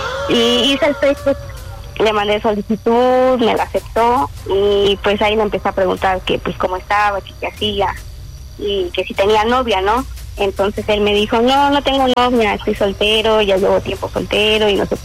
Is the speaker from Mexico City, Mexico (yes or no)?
yes; Mexico City, Mexico; Tengo 24 y soy de la Ciudad de México.